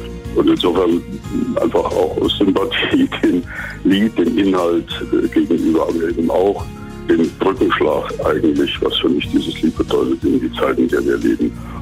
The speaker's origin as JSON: {"language": "German", "region": "Thuringia", "country": "Germany", "tie": "born or raised there", "said": "Ich bin in Thüringerwald groß geworden"}